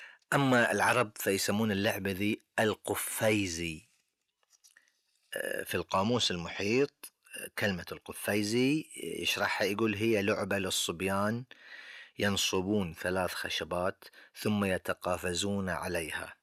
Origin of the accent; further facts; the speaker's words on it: Bahrain; عندنا في البحرين